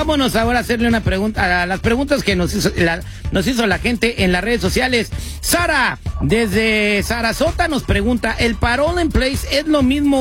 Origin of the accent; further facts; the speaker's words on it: Huandacareo, Michoacán, Mexico; Es que es mi paisana de Michoacán, yo soy de Guandacareo y ella es de Morelia.